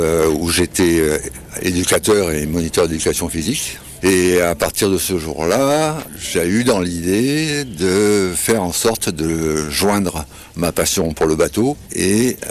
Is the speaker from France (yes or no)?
yes; south of France, France; also born or lived in Algiers; Je suis né à Alger. J'ai erré dans le sud de la France pendant mes premières années.